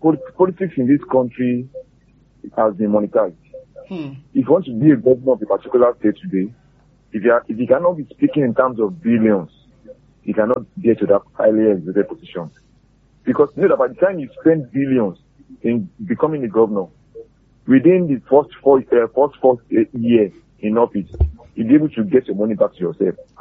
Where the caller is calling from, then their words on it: Nigeria; calling from Akwacha.